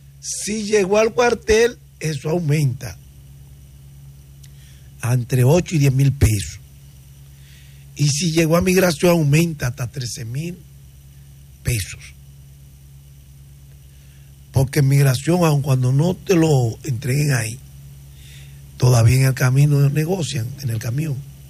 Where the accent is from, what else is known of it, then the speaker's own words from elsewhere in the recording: Dominican Republic; a mí, que somos dominicanos